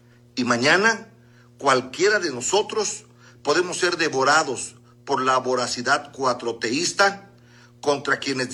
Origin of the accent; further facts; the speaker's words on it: Veracruz, Mexico; reconozco que ella representa el valor y el sueño de los mexicanos por exterminar al crimen organizado. Como veracruzano, víctima reci